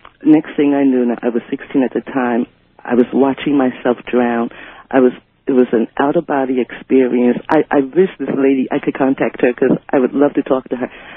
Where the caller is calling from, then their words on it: Richmond, Virginia, United States; I'm calling from Richmond, Virginia.